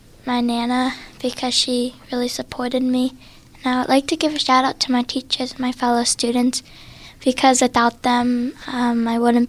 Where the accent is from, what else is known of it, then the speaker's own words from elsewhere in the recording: Pennsylvania, United States; I'm from the north side.